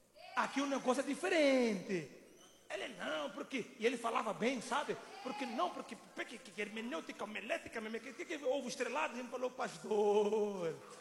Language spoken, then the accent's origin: Portuguese; Mozambique; Há uns anos, foi um pastor em minha terra, Moçambique.